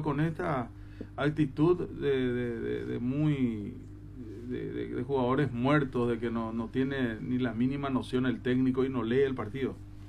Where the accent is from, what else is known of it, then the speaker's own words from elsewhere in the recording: Paraguay; Yo soy paraguayo